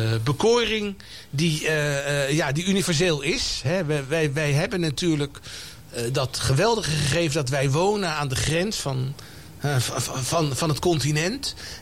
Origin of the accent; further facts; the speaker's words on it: The Hague, South Holland, Netherlands; born there; ik ben in het Statenkwartier geboren.